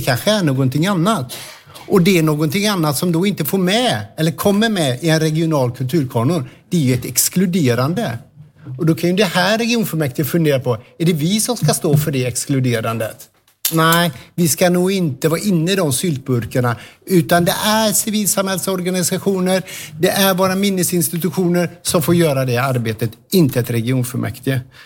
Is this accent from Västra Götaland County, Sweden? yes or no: yes; Falköping, Västra Götaland County, Sweden; oavsett om det är min hemstad Falköping eller om det är en större geografi